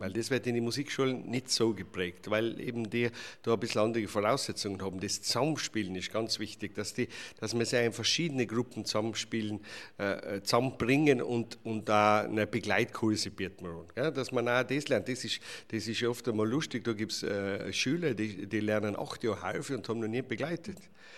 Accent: Tyrol, Austria; ich bin auf der Alpen aufgewachsen.

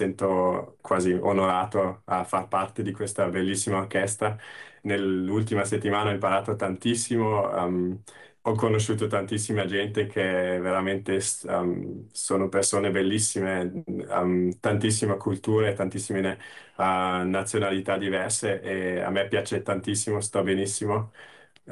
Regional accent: Ortisei, Trentino-Alto Adige, Italy; moved away as an adult; now in Vienna, Austria; Sono di Ortisei

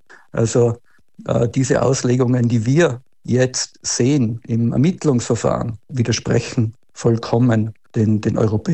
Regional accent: Austria; ich bin ja Österreicher

